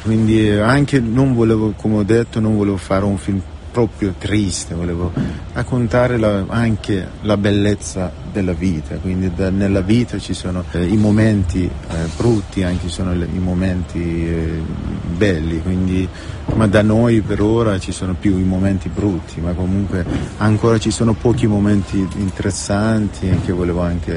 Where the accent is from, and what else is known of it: Iran